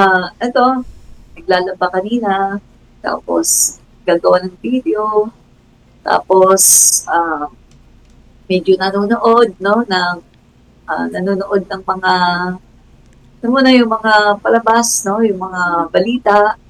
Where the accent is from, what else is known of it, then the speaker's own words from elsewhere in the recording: Mindanao, Philippines; moved away; Ayun, hindi namin alam sino yung Duterte, pero taga Mindanao kami ah. Nag-migrate na lang.